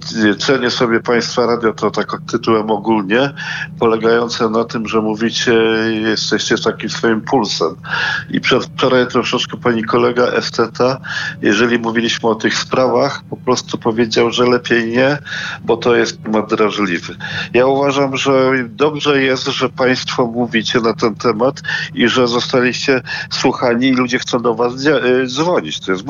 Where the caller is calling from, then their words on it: Bydgoszcz, Kuyavian-Pomeranian Voivodeship, Poland; z Bydgoszczy.